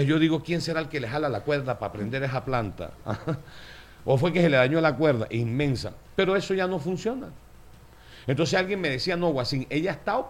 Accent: Venezuela; yo soy venezolano.

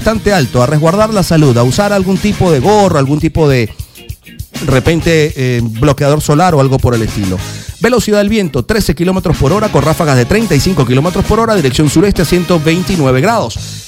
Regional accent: Puerto La Cruz, Barcelona, Anzoátegui, Venezuela; En mi tierra natal, allá en Puerto La Cruz, en Barcelona, el estado Anzoátegui

